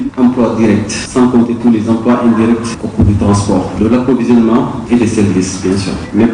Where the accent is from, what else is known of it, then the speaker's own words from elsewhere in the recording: Bambali, Sédhiou, Senegal; parce qu'il s'agit de ma terre natale.